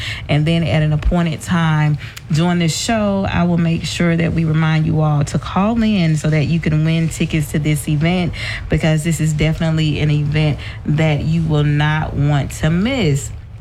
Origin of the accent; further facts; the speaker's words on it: Tuscaloosa, Alabama, United States; in all of Tuscaloosa. Like, I've never seen so many people in my hometown